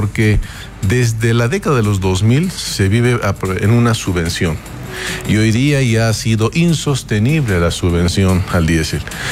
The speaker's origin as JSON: {"language": "Spanish", "country": "Bolivia", "said": "todos estamos, como bolivianos, en la necesidad de salir adelante"}